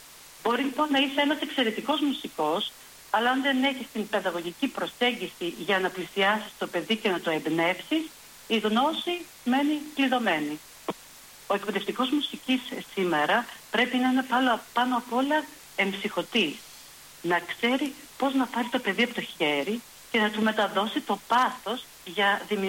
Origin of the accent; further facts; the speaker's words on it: Larissa, Thessaly, Greece; Μεγάλωσα λοιπόν στη Λάρισα, σε ένα σπίτι με πολλά μουσικά ερεθίσματα.